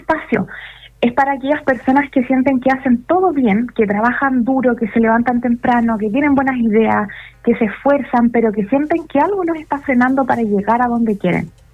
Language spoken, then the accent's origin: Spanish; Rancagua, O'Higgins, Chile; moved away; Yo actualmente vivo fuera de Rancagua, pero nací en Rancagua, me crié allá y tengo una relación muy cercana con muchas personas